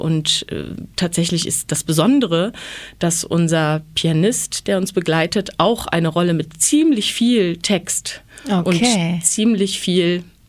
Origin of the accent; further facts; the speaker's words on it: West Germany, Germany; born there; ich bin eben total im Westen geboren, 1987, mhm. also kurz vor der Wende.